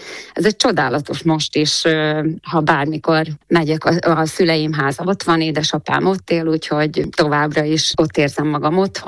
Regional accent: Komárno, Nitra Region, Slovakia; Komáromban születtem, de a fölmenőim azok nem ide valósiak, a Vág Garam közéből származom, a szüleim mindkét szülem Újlotról származik, de a jó Isten az ide vezérelte őket

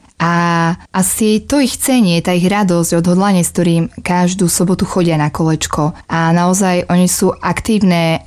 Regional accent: Malcov, Prešov Region, Slovakia; som ich našla u nás v Malcove.

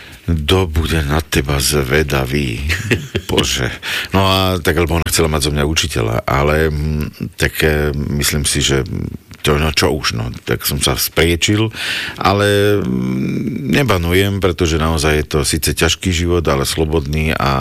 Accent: Pezinok, Bratislava Region, Slovakia; moved away as an adult; Tak ja som z Pezinka. Sice som sa narodil na Bezručke, čo je v Bratislave. A tam v Pezinku som vyštudoval všetky tie školy

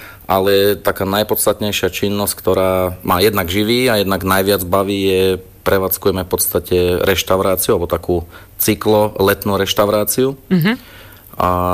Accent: Trenčianske Bohuslavice, Trenčín Region, Slovakia; Teraz momentálne pôsobím v obci Opatovce, predtým som ako rodák z Trenčianskych Bohuslavíc pôsobil v zbore v Trenčianskych Bohuslaviciach

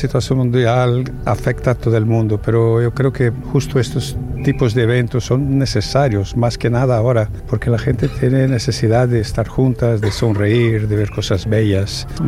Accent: Menorca, Balearic Islands, Spain; Nosotros somos la compañía Truqui Trek, venimos de Menorca, España.

